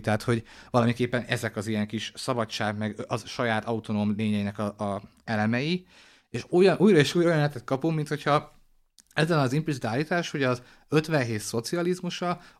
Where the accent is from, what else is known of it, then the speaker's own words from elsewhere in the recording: Hungary; hát igazából sértve magyarként. Úgyhogy ennek a társadalomnak a tagja vagyok